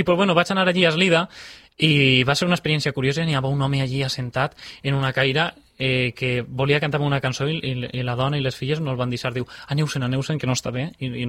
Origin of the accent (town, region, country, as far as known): Betxí, Valencian Community, Spain